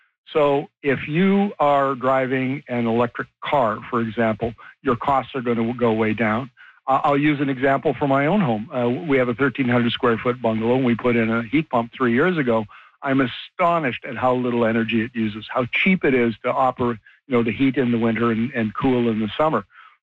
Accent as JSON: {"language": "English", "town": "Gillam", "region": "Manitoba", "country": "Canada", "tie": "born or raised there", "moved": "yes", "said": "as a former Manitoba boy, I grew up in Gillam"}